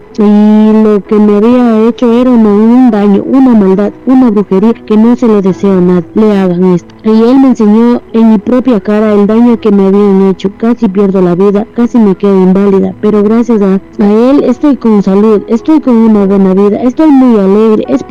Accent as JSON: {"language": "Spanish", "town": "Cajabamba", "region": "Cajamarca", "country": "Peru", "said": "soy de Cajabamba."}